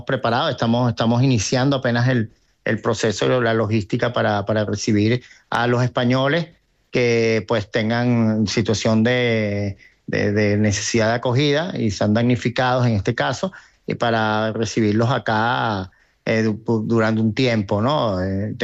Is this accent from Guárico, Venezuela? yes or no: no; Caracas, Capital District, Venezuela; also born or lived in Tenerife; yo nací acá, mis padres sí son de Tenerife y Cueva de los Vinos, yo tengo 55 años y nací acá, vivía allá en Tenerife un tiempo, pero toda mi vida la he pasado acá y como soy venezolano.